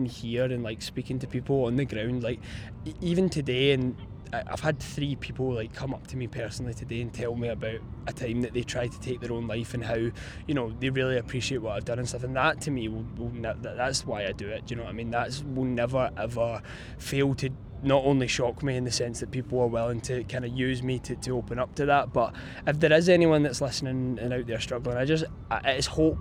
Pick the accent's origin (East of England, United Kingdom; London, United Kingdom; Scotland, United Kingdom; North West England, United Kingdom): Scotland, United Kingdom; Like, I've never been more proud being Scottish.